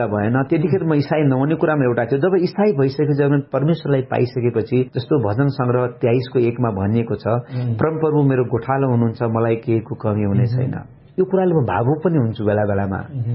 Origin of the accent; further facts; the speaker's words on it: Surkhet, Karnali Province, Nepal; त्यो सपना यहाँ सुते तापनि म सुर्खेतको देखेँ जुन घरमा म जन्मेको हुर्केको ठाउँ थियो.